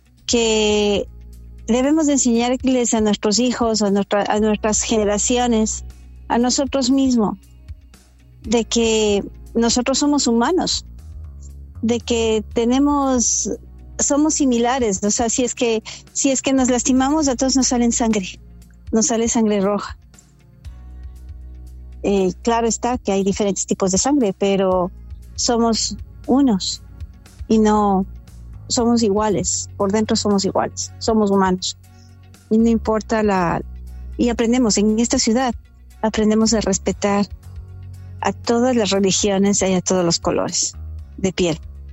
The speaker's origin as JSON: {"language": "Spanish", "region": "New York", "country": "United States", "said": "a estar orgullosos de que somos neoyorquinos"}